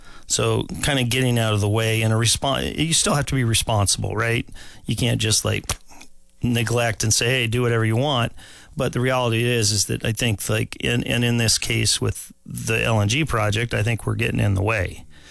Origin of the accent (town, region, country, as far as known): Homer, Alaska, United States; born or raised there; also born or lived in Anchorage, Alaska